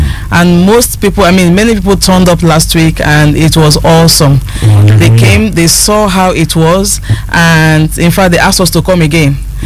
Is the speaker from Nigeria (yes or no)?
yes; Rivers, Nigeria; Well, I'm actually from River State, but married to a Delta man.